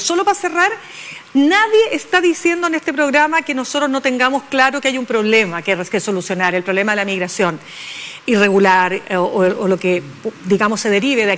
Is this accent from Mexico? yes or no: no; Venezuela; Pero ¿a dónde me voy si soy venezolano? Es que yo todavía no lo entiendo.